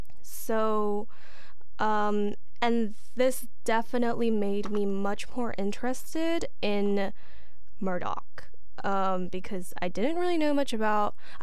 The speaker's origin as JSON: {"language": "English", "region": "Oregon", "country": "United States", "moved": "yes", "lives_now": "Washington, D.C., United States", "said": "I'm from Oregon, and so our beaches are very, very cold and very, very gloomy."}